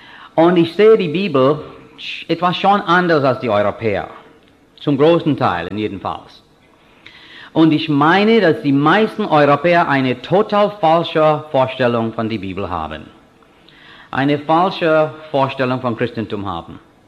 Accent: India; now in Switzerland; Ich bin Inder, meine Frau ist Schweizerin.

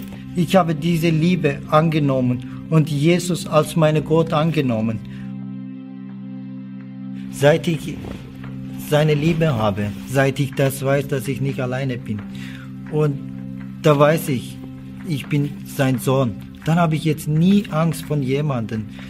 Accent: Turkey; born or raised there; German is a second language; moved away as an adult; now in Switzerland

